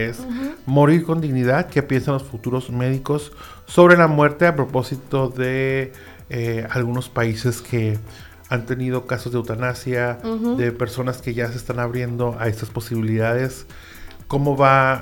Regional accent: Ensenada, Baja California, Mexico; yo soy de Ensenada y recuerdo de toda la vida estar por ahí en los espacios disfrutando música.

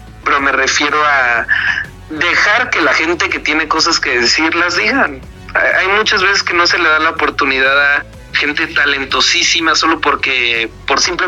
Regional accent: Mexico

